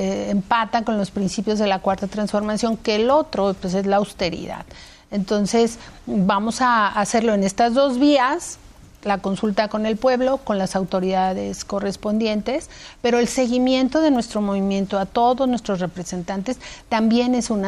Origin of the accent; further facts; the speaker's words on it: Mexico City, Mexico; also born or lived in Coyoacán; Yo les digo que soy de Iztapalapa para el mundo. Y después la vida me llevó a vivir cerca de la universidad, de la UNAM, y por eso hice mi vida política en Coyoacán.